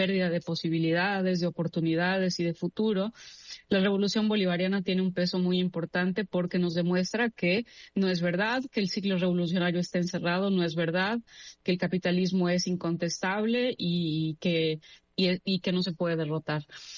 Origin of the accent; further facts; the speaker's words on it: Mexico; Yo soy mexicana